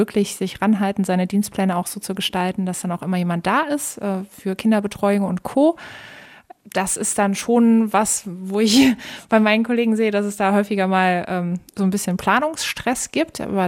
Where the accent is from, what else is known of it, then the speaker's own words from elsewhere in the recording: Cologne, North Rhine-Westphalia, Germany; Ich persönlich komme aus dem Rheinland, ich komme aus Köln. Köln ist für mich meine absolute Heimat, mein Zuhause, meine Traumstadt.